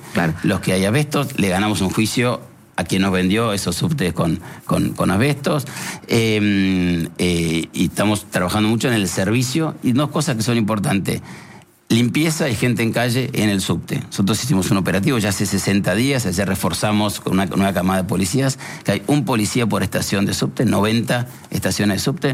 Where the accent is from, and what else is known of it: Buenos Aires, Argentina